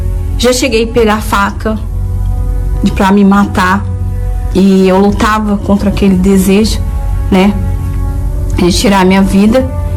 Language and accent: Portuguese; Boa Nova, Bahia, Brazil; tenho 37 anos. Eu nasci na Bahia, em Boa Nova. E eu cresci num lar totalmente destruído, com brigas.